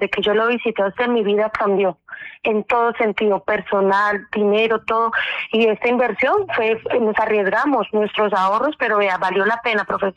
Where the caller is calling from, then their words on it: Manzanares, Caldas, Colombia; De Manzanares Caldas.